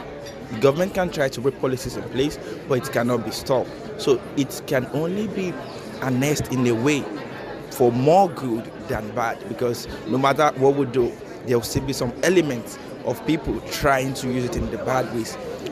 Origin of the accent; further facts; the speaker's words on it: Nigeria; moved away as an adult; now in Italy; I'm from Nigeria and I school presently in Italy in Lumsar University.